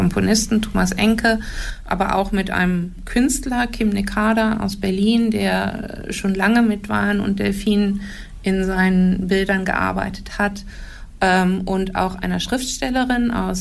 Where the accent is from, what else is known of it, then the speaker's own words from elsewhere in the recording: South Africa; Also bei uns in Südafrika gibt es ein paar Unis, die sowas schon machen.